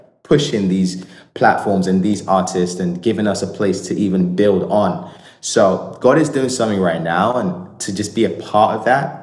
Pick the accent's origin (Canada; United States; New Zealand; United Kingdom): United Kingdom; especially being British as well